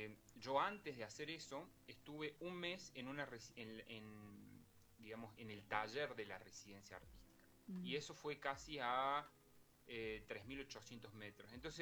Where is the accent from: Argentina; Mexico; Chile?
Argentina; Y tuve la suerte de ser argentino